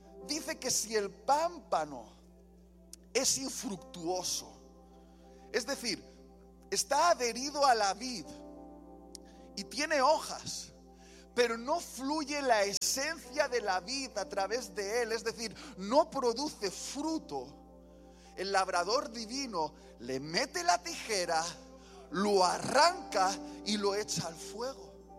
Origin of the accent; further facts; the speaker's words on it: Spain; Y para todos aquellos que hemos crecido en el Mediterráneo, yo soy de allí, de España, la higuera es un árbol típico en el Mediterráneo.